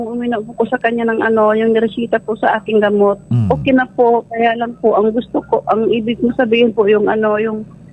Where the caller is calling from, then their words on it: Alaminos, Ilocos Region, Philippines; Taga Alaminos po.